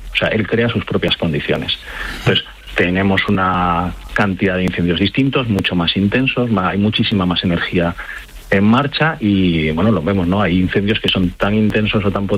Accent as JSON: {"language": "Spanish", "town": "Valencia", "region": "Valencian Community", "country": "Spain", "said": "Bueno, nosotros somos de Valencia"}